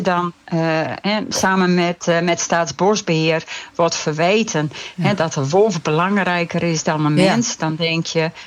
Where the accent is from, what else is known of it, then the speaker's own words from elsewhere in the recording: Friesland, Netherlands; ik ben zelf een Fries